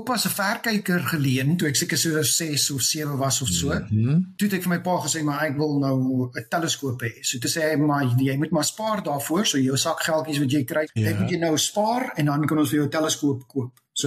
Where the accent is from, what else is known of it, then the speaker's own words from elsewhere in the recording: Brackenfell, Western Cape, South Africa; Ja, so ek is maar 'n noordelike voorstede Kaapstad kind. Ek is gebore in Huisnaam, maar my ma het getrek Brackenfell toe ek omtrent so 2 jaar oud is. En ek het my hele lewe lank in Brackenfell spandeer.